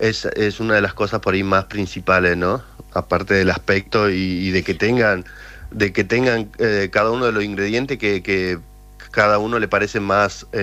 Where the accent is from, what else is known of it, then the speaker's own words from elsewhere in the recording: Puerto Madryn, Chubut, Argentina; Yo te escuchaba igual, yo todavía no llegué a Puerto Madryn, estoy en Buenos Aires.